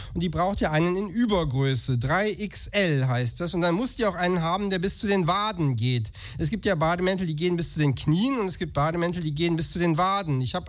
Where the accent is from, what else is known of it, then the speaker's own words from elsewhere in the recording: Viersen, North Rhine-Westphalia, Germany; Ich komme ja aus dem Niederrhein, aus Viersen.